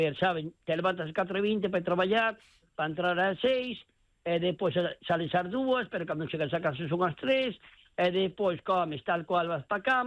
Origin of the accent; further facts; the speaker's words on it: Santiago de Compostela, Galicia, Spain; Bueno, me crié ali, nací ali, me crié ali, é toda a historia, pero eu vivía nunha casa